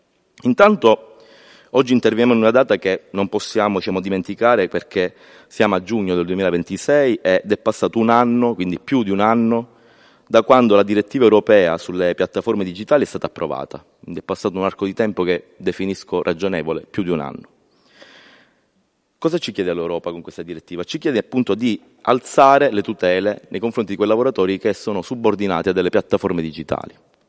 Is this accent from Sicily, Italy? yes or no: yes; Casteldaccia, Sicily, Italy; quando torno a casa a Casteldaccia, nel piccolo paesino di provincia, in provincia di Palermo